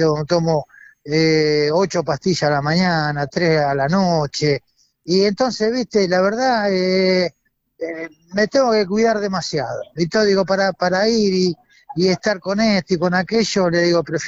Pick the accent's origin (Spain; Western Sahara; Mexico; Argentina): Argentina; a lo mejor que nos puede haber pasado como argentino, ¿entendés?